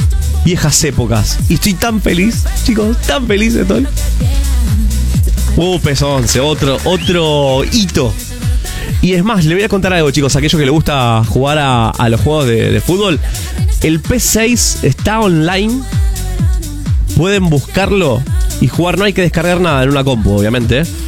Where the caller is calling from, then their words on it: Granadero Baigorria, Santa Fe, Argentina; Hola, buenas noches. … de Baigorria.